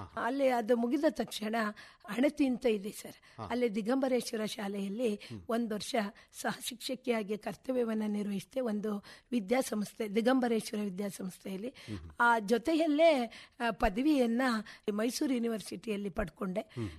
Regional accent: K. Byrapura, Karnataka, India; also born or lived in Baguru hobli; 8ರಿಂದ ಇದೇ ನನ್ನ ಹುಟ್ಟೂರಾದಂಥ ಕೆ ಬೈರಾಪುರದಲ್ಲಿ 10ನೇ ತರಗತಿಯವರೆಗೆ ಮುಗಿಸಿ ನಂತರ ಅಲ್ಲೇ ಪಕ್ಕದಲ್ಲಿರ್ತಕ್ಕಂಥ ನಮ್ಮ ಕೆಂಬಾಳು ಎಂಬ ಊರಿನಲ್ಲಿ PUC ಮುಗಿಸ್ದೆ ಸರ್.

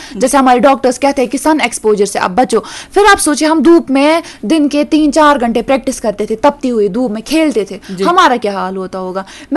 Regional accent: Trehgam, Jammu and Kashmir, India; अगर मैं त्रहगाम से हूँ, त्रहगाम से पहले कुपवाड़ा तक मुझे 30 रुपीज लगते

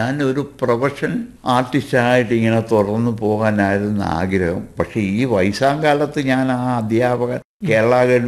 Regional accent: Onattukara, Kerala, India; born there

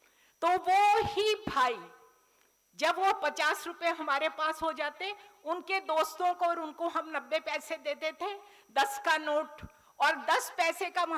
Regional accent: Haryana, India; मैं एक ग्रामीण अंचल से हूँ, एक जाट परिवार से हूँ, सै और शै का अंतर ही नहीं पता था

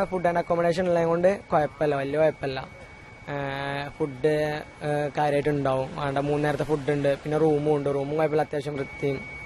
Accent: Nilambur, Kerala, India; now in Kochi, India; Nilambur.

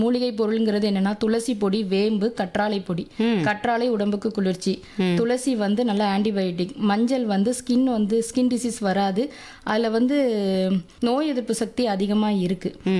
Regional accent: Tirunelveli district, Tamil Nadu, India; நான் BA Tamil literature முடிச்சிருக்கிறேன். Tirunelveli மாவட்டம் சுத்தம்பள்ளி கிராமத்திலிருந்து வரேன்.

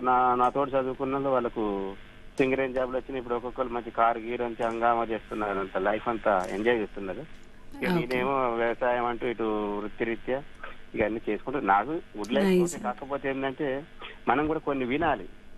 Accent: Rampuram, Telangana, India; Madam, మాది భద్రాద్రి కొత్తగూడెం జిల్లా రాంపురం గ్రామం మేడం.

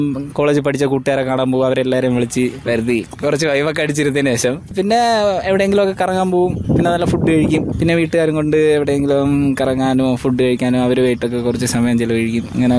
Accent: Neyyattinkara, Kerala, India; Nadu Neyyattinkara.

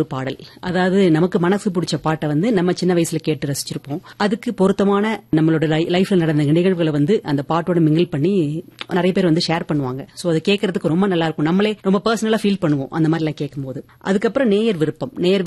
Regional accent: Chennai, Tamil Nadu, India; நான் வந்து பிறந்து வளர்ந்ததெல்லாம் சென்னையில.

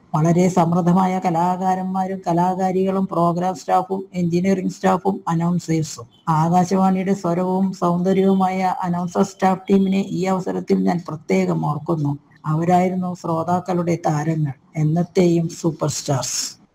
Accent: Thrissur, Kerala, India; ഞാനൊരു തൃശ്ശൂർക്കാരി ആയിരുന്നെങ്കിലും

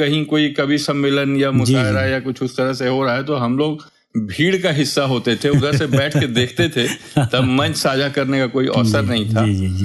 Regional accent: Uttar Pradesh, India; मैं पूर्वांचल के जिले से हूँ

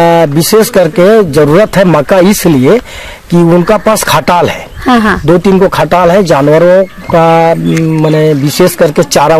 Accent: Hazaribagh district, Jharkhand, India; ग्राम Gurhet post Chandwar जिला हजारीबाग के रहने वाले हैं।

